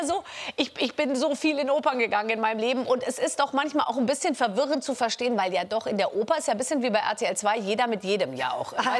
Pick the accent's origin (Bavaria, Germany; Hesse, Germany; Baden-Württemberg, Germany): Bavaria, Germany; Munich; now in Hamburg, Germany; 2 Münchner in Hamburg, das habe ich auch immer geschaut. Ich komme ja auch aus München.